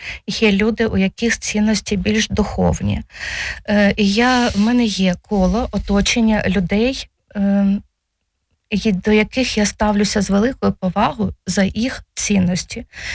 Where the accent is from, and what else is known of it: Luhansk Oblast, Ukraine; born or raised there; moved away as an adult; now in Vinnytsia, Ukraine